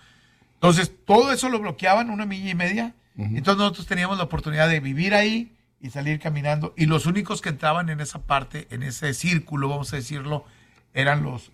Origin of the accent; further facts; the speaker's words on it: Mexico; ahí vivimos enfrente, somos mexicanos, pero rentamos el departamento por un año.